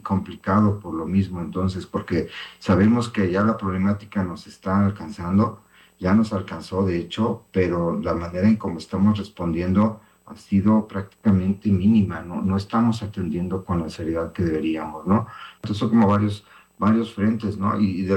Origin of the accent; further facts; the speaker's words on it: Xalapa, Veracruz, Mexico; temperaturas que no habíamos vivido en los que somos de aquí de Jalapa, y me imagino de muchas otras regiones del estado